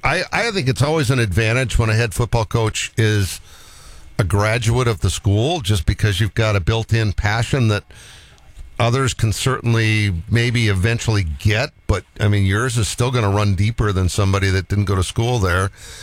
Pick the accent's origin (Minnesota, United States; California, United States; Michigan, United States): Michigan, United States; Adrian; We're, growing up in Adrian, which, by the way, is home of, I talk about this a lot on this show, that's one of my favorite little golf courses in this region.